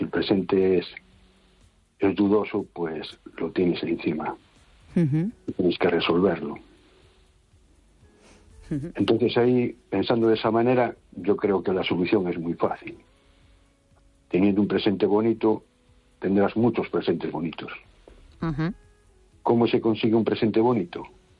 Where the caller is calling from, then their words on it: A Coruña, Galicia, Spain; de Coruña.